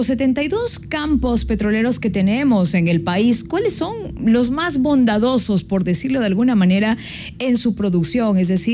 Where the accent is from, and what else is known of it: Ecuador